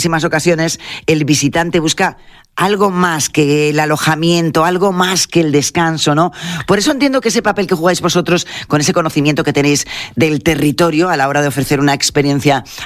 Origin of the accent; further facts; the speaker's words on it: Asturias, Spain; lo somos los propios asturianos